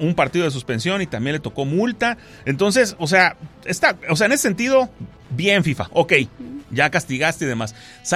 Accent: Mexico; yo como mexicano

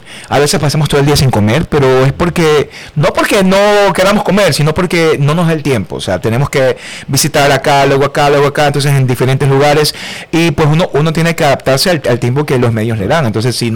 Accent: El Carmen, Manabí, Ecuador; moved away as an adult; now in Guayaquil, Ecuador; hecho y nacido en el Carmen, Manabí

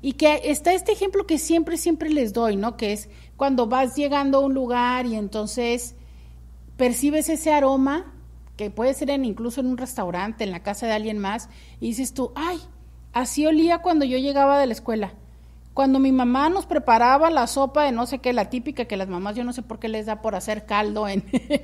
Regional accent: Guadalajara, Jalisco, Mexico; Dicen por acá, yo soy de Guadalajara, el domingo fue a la Minerva, fue muy bonito sentir la energía colectiva

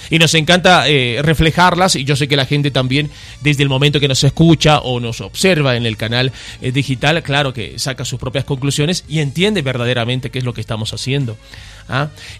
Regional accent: Bolivia; born there; somos bolivianos todos, hemos nacido acá

